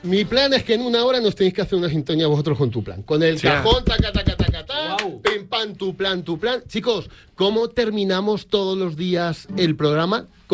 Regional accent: San Fernando, Andalusia, Spain; Soy de San Fernando, ¿y de dónde más?

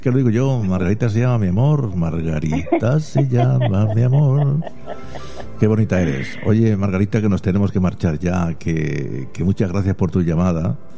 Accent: Granada, Andalusia, Spain; also born or lived in Murcia; yo soy de Murcia. Pero vamos, que los primeros dientes de leche no me salieron en Murcia, me salieron en Albaicín, en Granada.

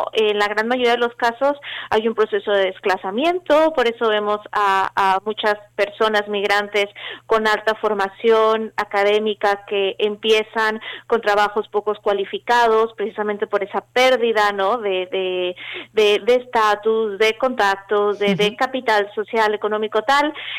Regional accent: Mexico; moved away as an adult; now in Murcia, Spain; soy murciana de adopción, mexicana siempre, es lo que tenemos las personas migrantes

